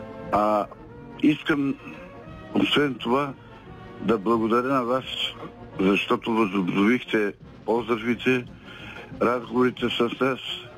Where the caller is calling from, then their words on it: Teteven, Lovech Province, Bulgaria; от Тетевен.